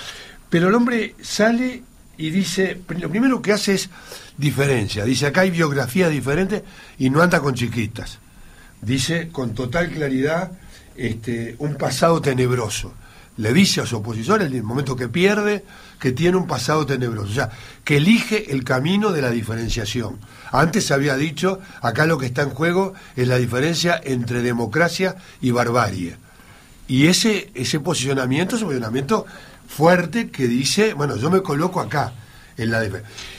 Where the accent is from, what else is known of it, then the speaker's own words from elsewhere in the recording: Uruguay; yo como uruguayo estoy pendiente